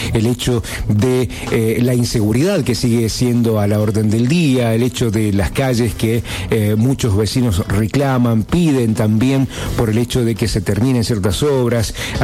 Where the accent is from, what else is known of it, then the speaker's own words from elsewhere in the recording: Argentina; uno como argentino